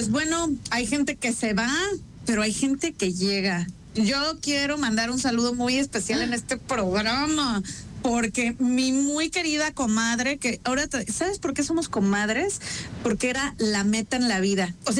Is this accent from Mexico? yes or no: yes; Mexico; now in Spain; Y yo, es que soy mexicana.